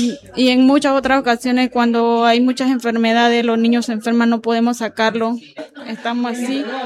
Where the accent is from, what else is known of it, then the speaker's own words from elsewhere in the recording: Ngäbe-Buglé, Panama; vengo de la comunidad de Quia, una comunidad directamente afectada por el proyecto hidroeléctrico de Barro Blanco